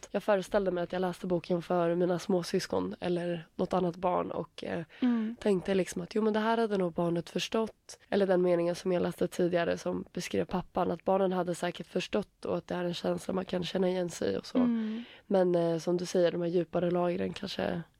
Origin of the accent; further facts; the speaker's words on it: Finland; accent: Finland Swedish; Ursäkta min finlandssvenska.